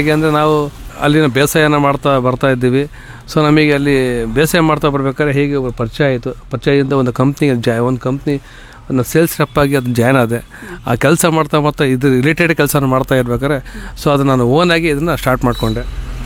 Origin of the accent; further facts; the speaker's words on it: Karnataka, India; ನಾವು ಹುಟ್ಟಿದ್ದು ಇಲ್ಲಿ ಶಿವಮೊಗ್ಗ ತಾಲೂಕು ಮಿಲಿನ ಹಂಸವಾಡಿ ಅಂತ ಒಂದು ಗ್ರಾಮ.